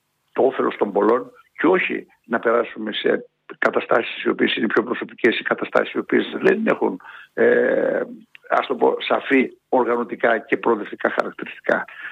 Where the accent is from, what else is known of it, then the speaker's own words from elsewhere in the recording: Elassona, Thessaly, Greece; η ιδιαίτερη πατρίδα μου, ο Δήμος που είπατε πριν που ήμουν, είναι το βόρειο τμήμα της Λάρισας, είναι ο Δήμος Λασόνος.